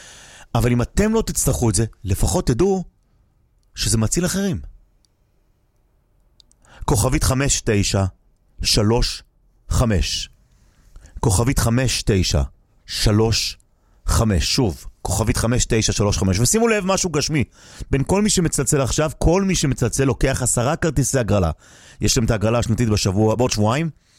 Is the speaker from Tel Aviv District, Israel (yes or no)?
no; Jerusalem, Jerusalem District, Israel; אלי ביר, חבר ילדות שלי, גדלנו יחד בבית וגן בירושלים, חברים ממש קרובים עד היום